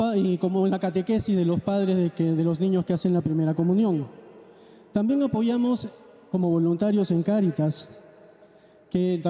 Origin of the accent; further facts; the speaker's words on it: Peru; moved away as an adult; now in Spain; inmigrantes que llegamos a España hace 4 años de un país que usted conoce muy bien. Venimos de Perú.